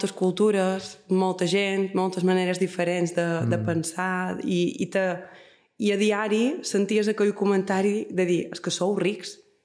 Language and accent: Catalan; Menorca, Balearic Islands, Spain; jo vaig quedar aquí a Menorca a estudiar perquè jo som molt menorquina